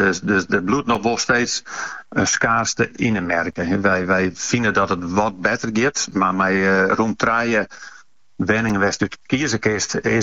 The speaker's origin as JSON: {"language": "Dutch", "region": "Friesland", "country": "Netherlands", "said": "Nee, we zijn Fries natuurlijk al een beetje hoos."}